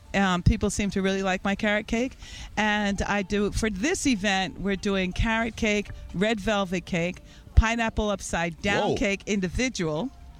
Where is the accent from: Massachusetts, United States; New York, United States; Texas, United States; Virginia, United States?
New York, United States; Brooklyn; I'm from Brooklyn. I knew how to swim when